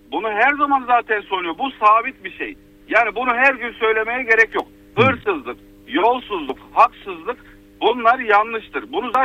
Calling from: Antalya, Turkey; ben Antalya'dan.

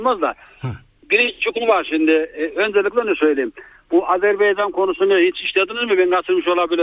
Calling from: Trabzon, Turkey; ben Trabzon'dan arıyorum.

